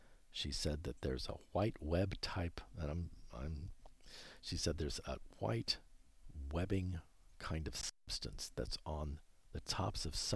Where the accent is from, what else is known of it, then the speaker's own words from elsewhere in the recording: Houston, Texas, United States; moved away; I grew up in Houston.